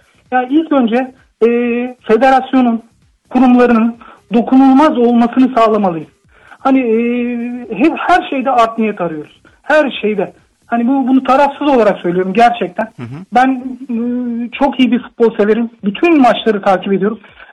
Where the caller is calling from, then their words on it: Istanbul, Turkey; Ben İstanbul'dan, İstanbul Sancaktepe'den